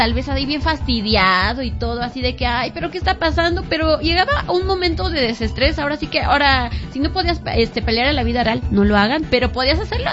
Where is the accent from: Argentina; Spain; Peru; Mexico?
Mexico; Ya saben cómo somos el público mexicano.